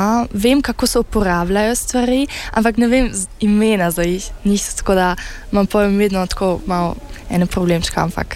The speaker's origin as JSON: {"language": "Slovenian", "region": "Berlin", "country": "Germany", "second_language": "Slovenian", "said": "Jaz sem iz Berlina, iz Nemčije."}